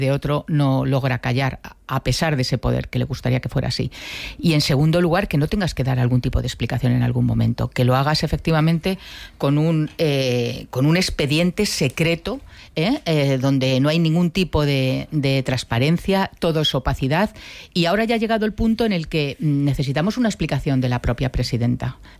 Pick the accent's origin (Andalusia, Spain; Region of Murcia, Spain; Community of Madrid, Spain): Community of Madrid, Spain; Madrid; como yo soy periodista y soy madrileña, sí exijo una explicación